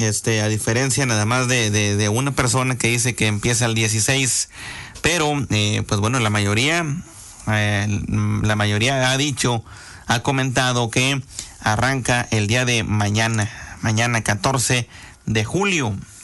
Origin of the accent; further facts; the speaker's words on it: Padilla, Tamaulipas, Mexico; De allá de Padilla